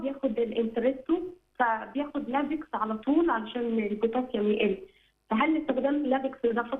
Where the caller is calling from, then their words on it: Minya, Minya Governorate, Egypt; من المنيا